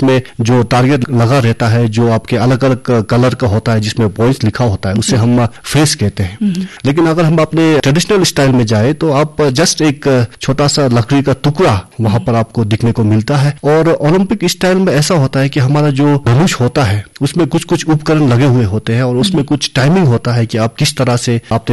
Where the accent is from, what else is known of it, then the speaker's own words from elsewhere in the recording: Monpa tribe; Tawang district, Arunachal Pradesh, India; हमारे अरुणाचल में जितने भी जनजाति है और खासकर जो हमारे मुंबा जनजाति है उनका बहुत सालों से हमारे पूर्वजों के समय से हमारे तीरंदाजी के साथ एक जुड़ाव रहा है।